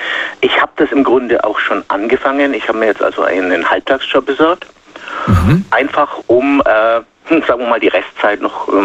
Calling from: Baden-Württemberg, Germany; Mehr so in die Richtung Schweiz.

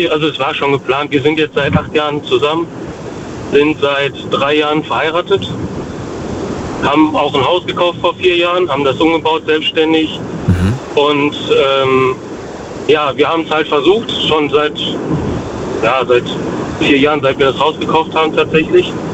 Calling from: Dortmund, North Rhine-Westphalia, Germany; aus Dortmund eigentlich.

